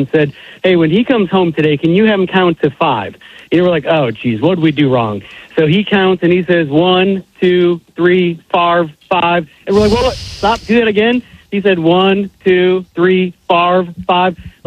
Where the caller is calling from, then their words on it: Wisconsin, United States; We're from Wisconsin